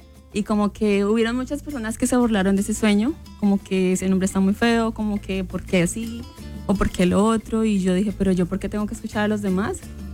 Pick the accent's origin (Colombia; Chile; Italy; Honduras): Colombia; moved away as an adult; now in Omaha, United States; Bueno, soy originaria de Colombia. Llevo 4 años aquí en Estados Unidos. En Omaha llevo 3 años y algo.